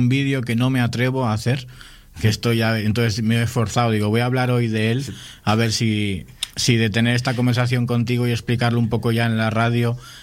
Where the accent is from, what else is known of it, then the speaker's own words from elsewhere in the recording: Galicia, Spain; Y sí, vengo de Galicia, estoy con eso y estoy con mi trabajo normal.